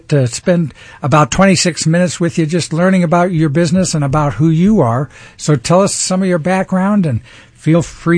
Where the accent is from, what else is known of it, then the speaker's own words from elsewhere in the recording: Phoenix, Arizona, United States; as I tell people, I grew up here in Phoenix, and I used to sell Christmas trees right here on this corner.